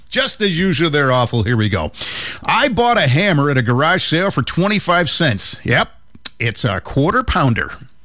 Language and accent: English; Dalton, Pennsylvania, United States; That's Tim. I'm from Dalton. He's from Old Forge.